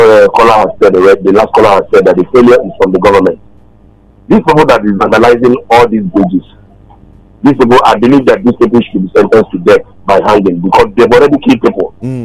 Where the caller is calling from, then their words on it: Lagos, Nigeria; I'm calling from Lagos.